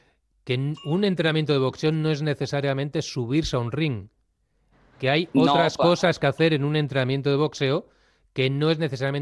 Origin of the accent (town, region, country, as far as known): Spain